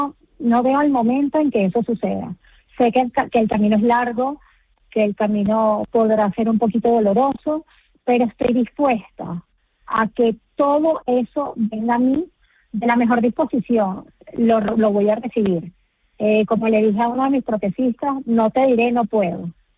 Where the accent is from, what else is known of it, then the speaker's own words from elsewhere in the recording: La Guaira, Venezuela; en La Guaira, en mi país, en mi pueblo